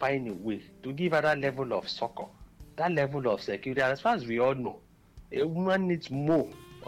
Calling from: Enugu, Enugu State, Nigeria; I'm calling you from Enugu.

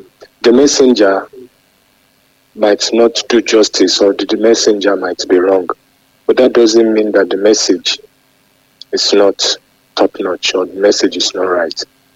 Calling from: Nigeria; I'm calling from Fellaini.

